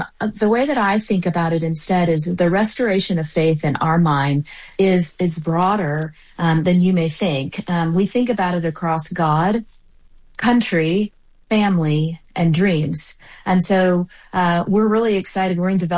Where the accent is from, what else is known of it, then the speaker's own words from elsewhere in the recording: Texas, United States; And I would say, as a Texan, I would say, no, we like courageous stories